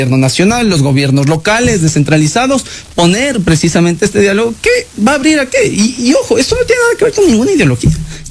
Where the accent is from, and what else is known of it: Ecuador